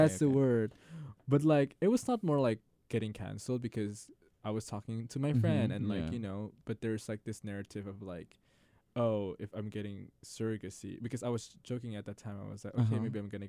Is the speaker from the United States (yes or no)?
no; Indonesia; moved away; for me, coming from Indonesia